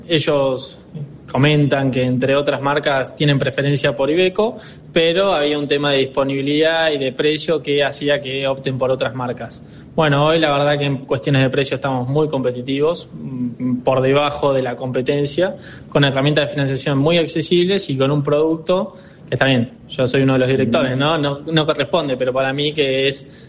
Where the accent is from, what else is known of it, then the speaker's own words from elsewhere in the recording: Mar del Plata, Buenos Aires Province, Argentina; moved away as an adult; now in Córdoba, Argentina; Soy nacido y criado en Mar del Plata, tengo 24 años